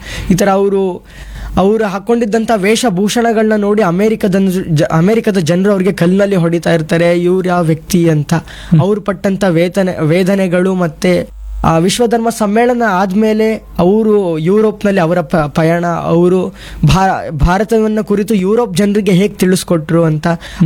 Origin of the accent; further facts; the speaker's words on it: Hanumanalu, Karnataka, India; ಊರು ಇಲ್ಲೇ, ಇಲ್ಲಿಂದ 1/2 ಇಲ್ಲಿಂದ 25 ಇದೆ, ಬನ್ನೂರು ಅಂತ. ಬನ್ನೂರು ಹತ್ರ ಹನುಮನಾಳು ನಮ್ಮೂರು.